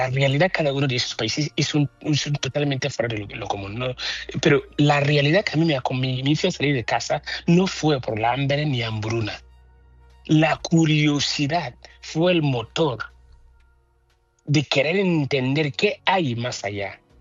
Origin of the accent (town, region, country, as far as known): Ghana; now in Barcelona, Spain